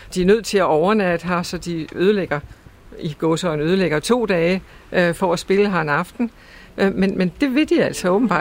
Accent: Zealand, Denmark; also born or lived in Copenhagen; now in Ærø, Denmark; i min barndom på Sydsjælland, hvor gårdene var små

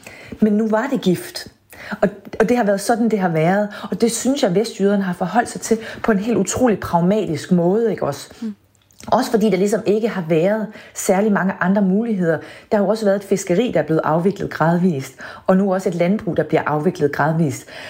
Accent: Central Denmark Region, Denmark; now in Copenhagen, Denmark; Jeg bor i København, men jeg følger ganske meget med, hvad der sker på min hjemegn. Og min mand, der også er vestjyde

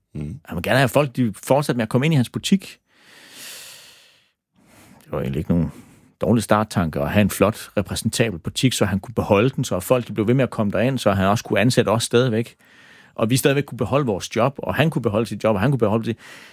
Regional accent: Sønderborg, Region of Southern Denmark, Denmark; jeg er vokset op i Sønderborg. Helt normal middelklasse hjem.

